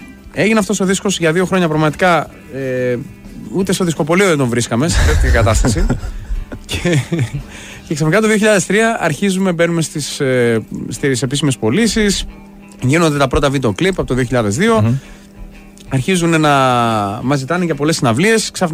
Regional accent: Thessaloniki, Central Macedonia, Greece; born or raised there; also born or lived in Paris, France

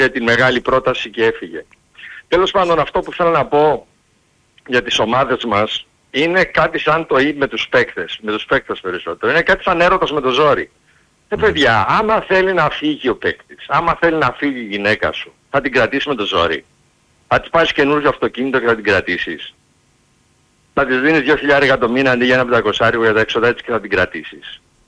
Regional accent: Thessaloniki, Central Macedonia, Greece; επειδή είμαι από Θεσσαλονίκη

